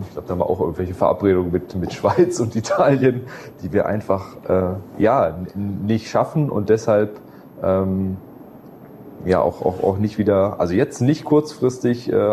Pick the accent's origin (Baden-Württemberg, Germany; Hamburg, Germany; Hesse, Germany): Baden-Württemberg, Germany; Stuttgart; Ja, das ist noch regional, also als Stuttgarter muss ich sagen, oder?